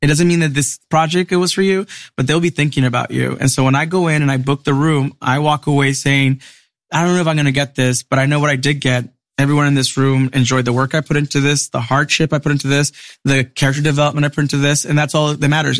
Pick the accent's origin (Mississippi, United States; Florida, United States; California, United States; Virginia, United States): California, United States; I was born in Los Angeles. I grew up in SGV in San Gabriel Valley.